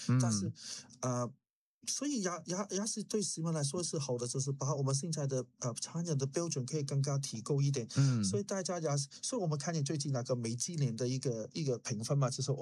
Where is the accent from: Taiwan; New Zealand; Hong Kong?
New Zealand